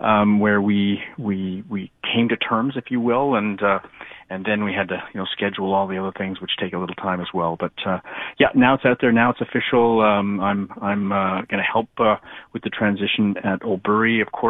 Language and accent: English; Beaconsfield, Quebec, Canada; also born or lived in LaSalle / Verdun; I'm a West End kid. I'm from Beaconsfield via LaSalle and Verdun, but my parents live in Hudson and have for like 30 years.